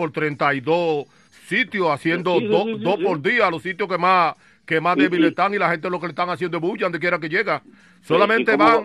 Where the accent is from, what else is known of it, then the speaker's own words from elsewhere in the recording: Dominican Republic; moved away; el país mío